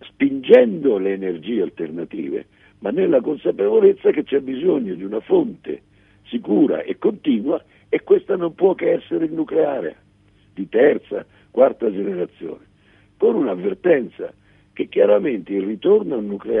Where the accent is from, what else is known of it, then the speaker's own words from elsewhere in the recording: Macerata, Marche, Italy; nel mio paese a Macerata